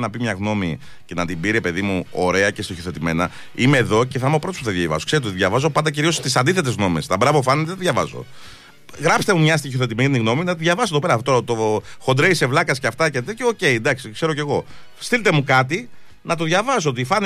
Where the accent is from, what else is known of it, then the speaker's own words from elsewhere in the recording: Greece; εγώ και εσύ που είμαστε Έλληνες